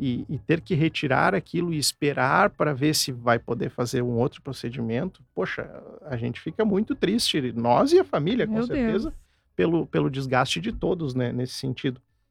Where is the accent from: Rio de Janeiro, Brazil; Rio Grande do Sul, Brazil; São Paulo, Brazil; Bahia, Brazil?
Rio Grande do Sul, Brazil; Caxias do Sul; eu sou caxiense de origem, né, eu vivi minha infância e minha adolescência em Caxias do Sul